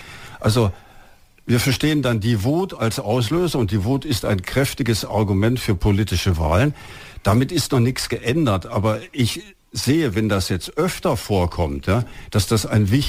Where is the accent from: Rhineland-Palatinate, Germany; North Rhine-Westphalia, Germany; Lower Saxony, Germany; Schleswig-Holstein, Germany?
Lower Saxony, Germany; Osnabrück; Ich bin aus Osnabrück. Ich lebe seit 32 Jahren in Osnabrück.